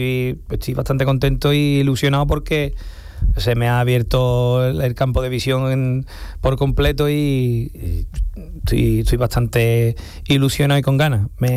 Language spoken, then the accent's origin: Spanish; Cádiz, Andalusia, Spain; al teatro de mi tierra